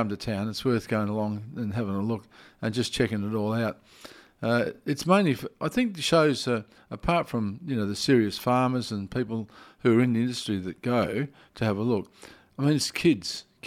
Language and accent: English; Perth, Western Australia, Australia; I grew up in Western Australia, in Perth